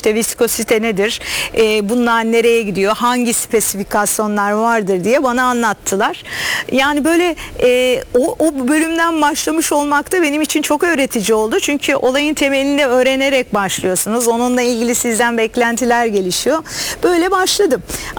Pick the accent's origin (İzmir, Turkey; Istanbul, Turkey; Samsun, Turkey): Istanbul, Turkey; İşte Boğaziçi Üniversitesi, ben İstanbulluyum. İstanbul'da olunca Boğaziçi Üniversitesi'ni tercih edeceğimi biliyorum.